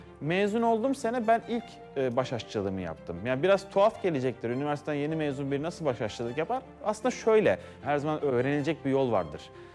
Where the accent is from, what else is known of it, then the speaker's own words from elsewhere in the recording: İzmir, Turkey; born there; 1995 İzmir doğumluyum.